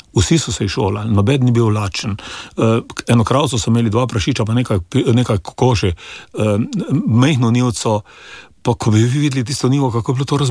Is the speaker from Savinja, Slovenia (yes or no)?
yes; Celje, Savinja, Slovenia; Jaz sem blokovski otrok, jaz sem doma iz Celja, jaz sem bloko doma in dejansko